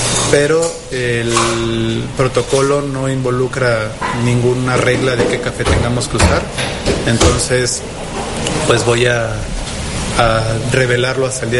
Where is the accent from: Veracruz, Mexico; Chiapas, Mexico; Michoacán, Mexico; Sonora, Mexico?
Veracruz, Mexico; Soy del puerto de Veracruz y he trabajado toda mi vida aquí en el puerto de Veracruz, con excepción de casi un año que estuve en Ciudad de México.